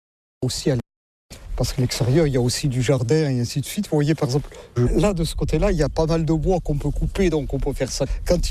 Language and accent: French; Nouvelle-Aquitaine, France; now in Pays de la Loire, France; Avec mon accent, je ne suis pas de la Loire, non. Je suis des Landes, du pays de Saint-Vincent-de-Paul.